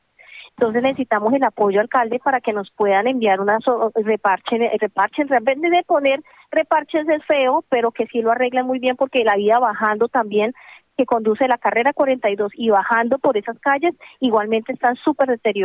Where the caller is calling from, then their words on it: Villavicencio, Meta, Colombia; De Villavicencio, el barrio Villa María, el conjunto Las Margaritas.